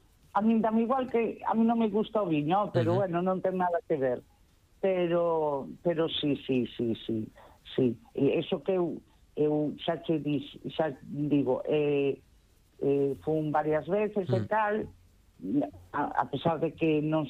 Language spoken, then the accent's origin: Galician; A Coruña, Galicia, Spain; eu criei-me na Coruña, meus pais meus irmãs